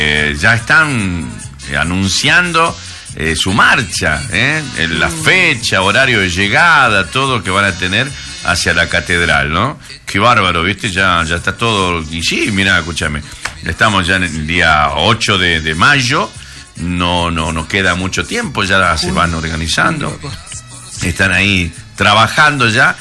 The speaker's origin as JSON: {"language": "Spanish", "country": "Argentina", "said": "somos argentinos"}